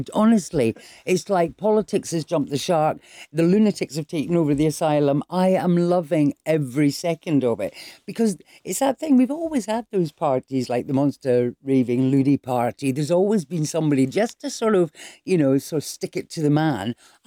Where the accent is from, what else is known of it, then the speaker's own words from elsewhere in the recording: Scotland, United Kingdom; We in Scotland, Boaty McBoatface.